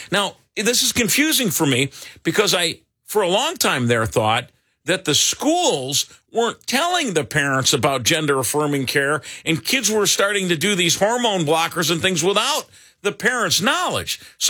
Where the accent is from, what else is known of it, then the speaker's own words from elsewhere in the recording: Wisconsin, United States; growing up in the Wisconsin North Woods.